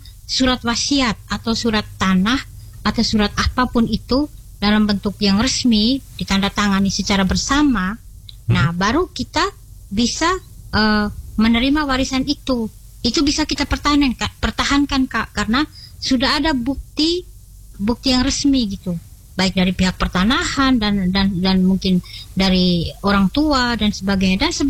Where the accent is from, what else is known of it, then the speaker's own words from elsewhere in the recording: Nangaroro, East Nusa Tenggara, Indonesia; Nah setahu saya kalau biasanya kami orang Nangaroro itu itu perempuan ikut laki-laki